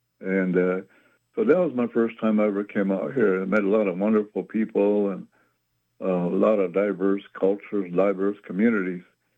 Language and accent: English; South Dakota, United States; I grew up out here in South Dakota on an Indian reservation.